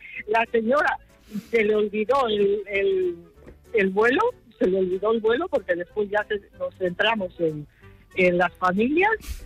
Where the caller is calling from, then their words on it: Cangas de Onís, Asturias, Spain; Desde Cangas de Onís.